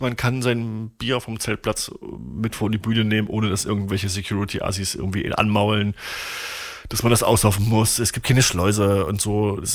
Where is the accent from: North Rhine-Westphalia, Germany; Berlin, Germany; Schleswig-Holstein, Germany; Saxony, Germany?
Saxony, Germany; Torgau; ich komme aus Torgau, das ist meine Heimatstadt.